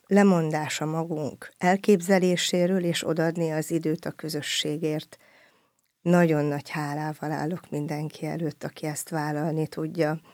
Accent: Kaposvár, Somogy, Hungary; born there; Egyedüli gyermekként nőttem föl, és a kaposvári Jézus Szíve templomhoz kötnek az első énekes élmények is.

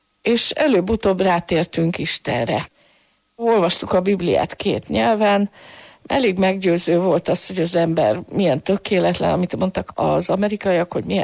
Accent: Salgótarján, Nógrád, Hungary; born there; also born or lived in Budapest; A szüleim Salgótarjánban kaptak állást a ruhagyárnál, mind a ketten. Ez a város nem a katolikus hitéről híres, vallásos nevelést nem kaptam.

